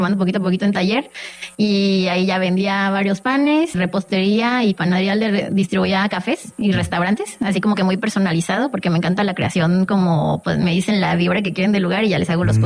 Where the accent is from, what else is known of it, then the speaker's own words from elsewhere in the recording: Mexico City, Mexico; now in Monterrey, Mexico; Pues mira, vengo de la Ciudad de México. Hace 3 meses que abrí un restaurante en la Mansión Guimbarda.